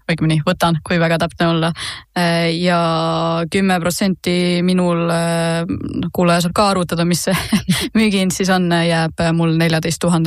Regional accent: Tallinn, Harju County, Estonia; also born or lived in Tartu; kui ma ise tagasi Tallinnasse kolisin Tartust ülikoolist tulles, siis ma alguses elasin esimesed mingid kuud vanematega

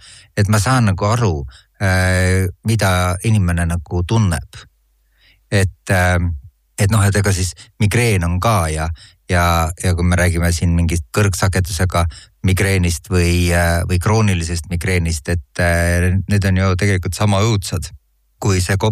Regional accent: Otepää, Valga County, Estonia; ma olen Otepäält pärit

